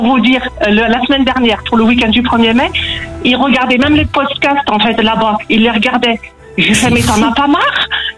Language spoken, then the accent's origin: French; Saint-Étienne, Auvergne-Rhône-Alpes, France; Alors je viens de Saint-Étienne.